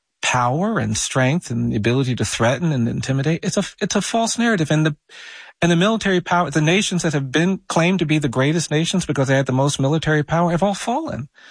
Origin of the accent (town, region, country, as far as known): United States